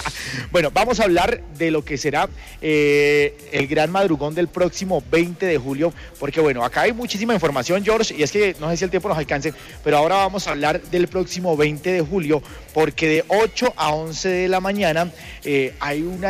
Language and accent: Spanish; Colombia; Porque como buenos colombianos, siempre queremos el encime o la ñapa.